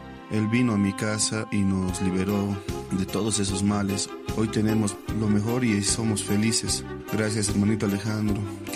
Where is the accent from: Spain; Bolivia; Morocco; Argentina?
Bolivia; Oruro; soy de Oruro.